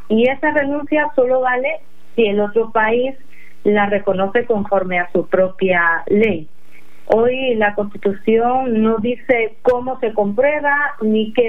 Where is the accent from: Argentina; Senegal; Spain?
Spain; now in Mexico; yo soy española de origen